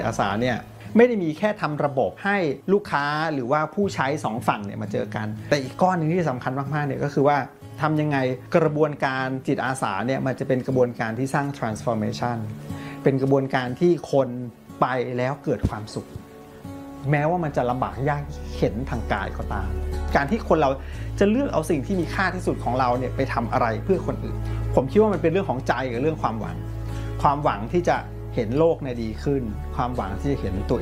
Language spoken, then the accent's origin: Thai; Bangkok, Thailand; เป็นเด็กกรุงเทพครับเกิดและโตที่กรุงเทพที่บ้านเนี่ยให้ความสำคัญกับการเรียนมาก